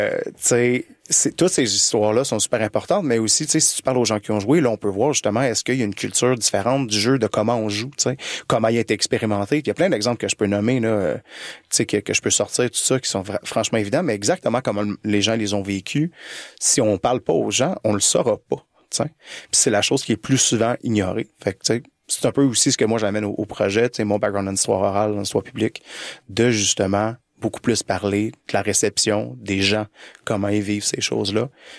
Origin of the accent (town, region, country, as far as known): Laval, Quebec, Canada; born or raised there; now in Montreal, Canada